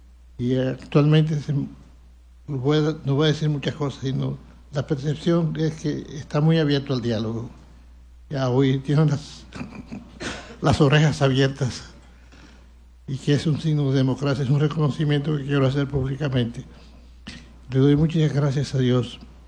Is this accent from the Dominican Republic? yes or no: yes; Dominican Republic; seguiré sirviendo a la Iglesia y a mi pueblo amado, dominicano hasta el último día de mi vida.